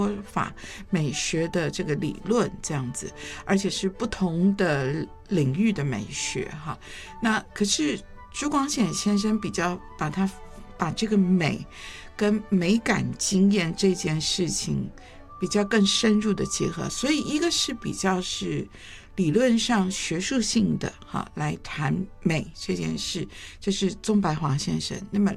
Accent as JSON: {"language": "Chinese", "region": "Shanghai", "country": "China", "said": "我是上海人，上海人是农农农哈，就是你，我听我父亲都是农怎么样，农怎么样，"}